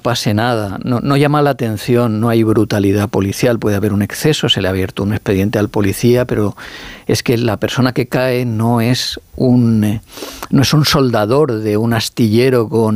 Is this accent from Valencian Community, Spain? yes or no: yes; Alicante, Valencian Community, Spain; Y soy alicantino, o sea, valenciano.